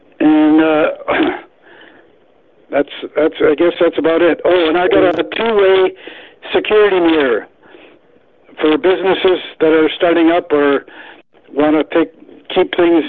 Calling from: Dauphin, Manitoba, Canada; I'm calling from the City of Sunshine, Dauphin.

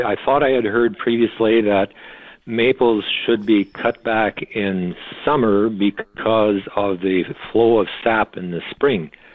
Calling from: Steinbach, Manitoba, Canada; I'm calling from Steinbach

